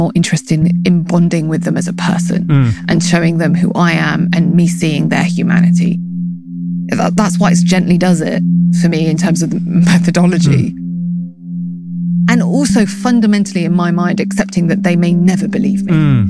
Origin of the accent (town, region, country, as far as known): United Kingdom